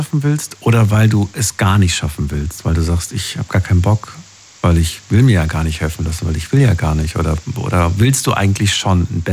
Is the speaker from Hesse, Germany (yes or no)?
yes; Frankfurt, Hesse, Germany; Außerdem bin ich in Frankfurt groß geworden und in Frankfurt erlebst du alles.